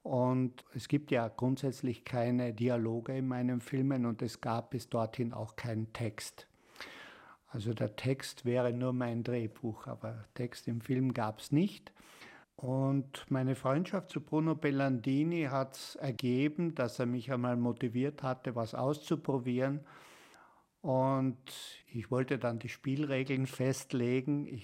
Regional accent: Kötschach-Mauthen, Carinthia, Austria; dass ich in Kötschaf-Mauthen in Kärnten, wo ich herkomme, der Erbe meiner Tante bin.

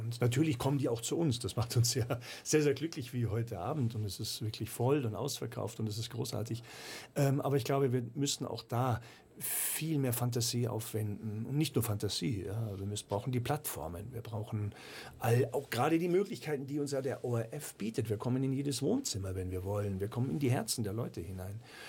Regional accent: Munich, Bavaria, Germany; now in Austria; Und das sage ich als Münchner, ja, als Bayer, weil ich doch Österreich so lieben und schätzen gelernt habe. Das ist ja seit vielen, vielen Jahren meine Heimat.

